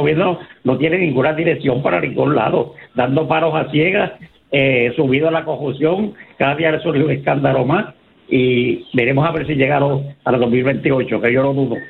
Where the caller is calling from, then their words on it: Caguas, Puerto Rico; de Cagua.